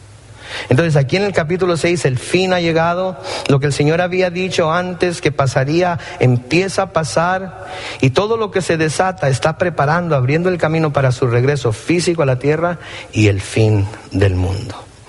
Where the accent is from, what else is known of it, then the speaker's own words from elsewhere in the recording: Mexicali, Baja California, Mexico; Yo soy de Mexicali